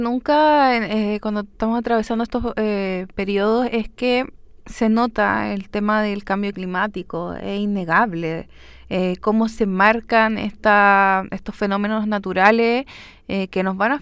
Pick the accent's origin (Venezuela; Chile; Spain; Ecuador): Chile; nosotros como chilenos